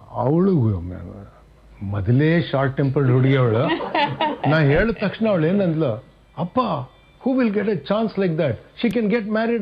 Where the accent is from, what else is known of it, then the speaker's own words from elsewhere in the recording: Karnataka, India; accent: Kannada; ನನ್ನ ಕನ್ನಡ ಆ್ಯಕ್ಸೆಂಟಲ್ಲಿ ಇಂಗ್ಲೀಷ್ ಮಾತಾಡ್ತೀನಿ ನಾನು